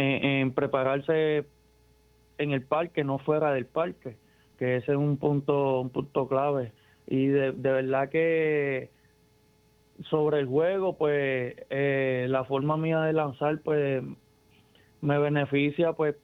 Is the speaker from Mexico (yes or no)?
no; Puerto Rico